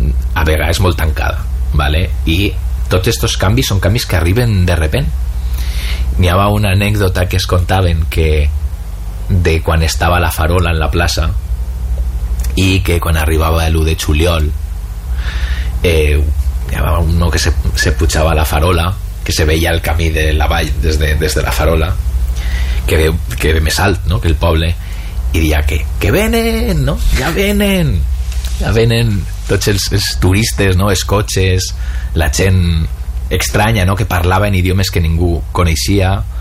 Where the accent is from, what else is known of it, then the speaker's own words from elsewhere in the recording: Moncofa, Valencian Community, Spain; Bueno, jo sóc abissinio. Vale, bueno, que per la gent que no sàpiga, abissinio som els que, que som del Grau.